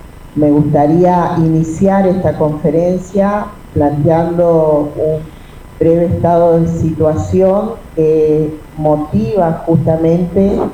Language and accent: Spanish; Oberá, Misiones, Argentina; Los que vivimos en Uberá, los que somos de Uberá, los que estamos en Uberá